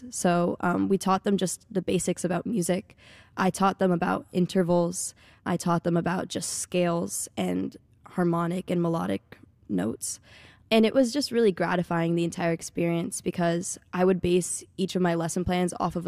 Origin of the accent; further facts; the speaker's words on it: Spain; But I always have to tell them, no, I'm from Spain and my dad's from here, from Dorchester.